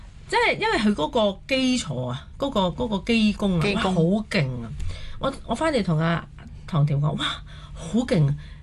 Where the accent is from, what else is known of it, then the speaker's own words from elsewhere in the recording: Macau; 我是澳門一個土生土長的人